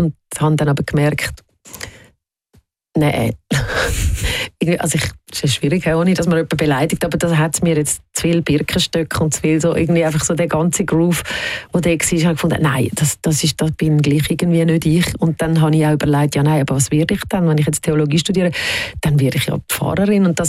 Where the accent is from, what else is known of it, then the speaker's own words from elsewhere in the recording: Zollikerberg, Zurich, Switzerland; Auf der anderen Seite bin ich hier in der Schweiz aufgewachsen und hatte sehr behütete Kindheit gehabt. Ich bin ein Waldkind gewesen. Ich bin neben dem Wald aufgewachsen.